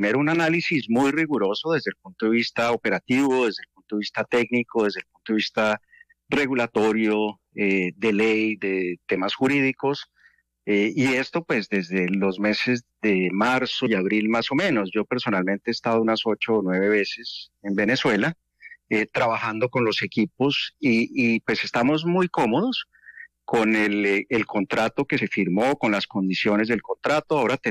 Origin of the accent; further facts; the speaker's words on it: Colombia; Uno cuando llega como colombiano